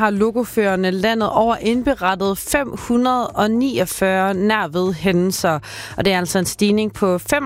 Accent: Varde, Region of Southern Denmark, Denmark; jeg er fra Varde.

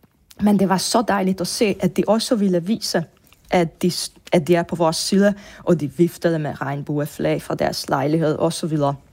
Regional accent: Hungary; Danish is a second language; now in Budapest, Hungary; som ungar er man faktisk vant til ikke at se regnbueflag alle steder i byen, hvor der er Pride.

